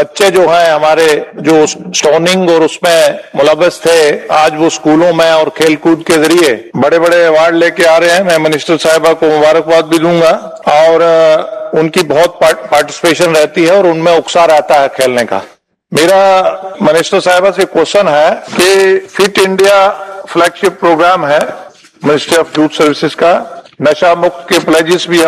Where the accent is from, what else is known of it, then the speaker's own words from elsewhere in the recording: Jammu and Kashmir, India; मैं जम्मू कश्मीर से आता हूँ